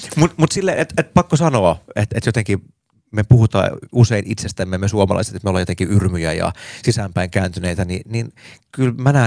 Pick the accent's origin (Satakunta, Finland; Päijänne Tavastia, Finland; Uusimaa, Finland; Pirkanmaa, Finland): Uusimaa, Finland; Siuntio; mun omassa kotipaikkakunnassa Siuntiossa, koska siellä, mä oon sieltä kotoisin, niin mä oon tavallaan siellä tunnettu enemmänkin mun niin kuin isän poikana.